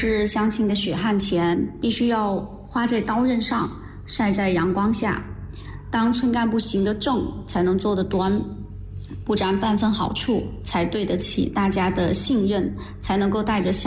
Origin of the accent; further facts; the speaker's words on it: Guangxi, China; moved away as an adult; 我是土生土长的大贤村人，从小就盼着家乡变好